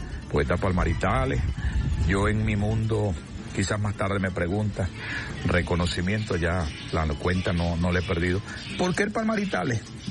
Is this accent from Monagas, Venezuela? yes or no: no; Guayabal, Guárico, Venezuela; Yo vengo de Guayabal, la tierra de los maizales.